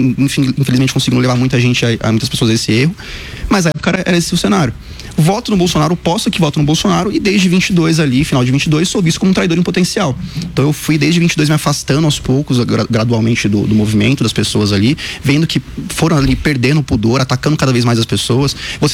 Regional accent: São Paulo, Brazil; Eu sou de São Paulo mesmo, nasci em São Paulo, cresci toda a vida aqui no centro, na Santa Cecília. Sou aqui de São Paulo mesmo.

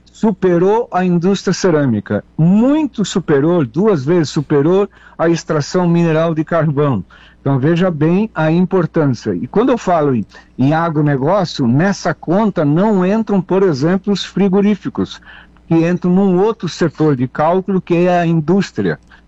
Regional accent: Forquilhinha, Santa Catarina, Brazil; Eu me lembro na minha infância, lá na Forquilinha, o pessoal tirava o leite e levava lá para a Palhoça para refrigerar o leite

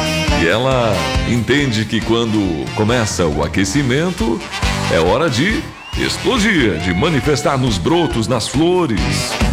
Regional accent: Ibarama, Rio Grande do Sul, Brazil; moved away; pela companhia em Ibarama. Aos ouvintes da minha terra natal

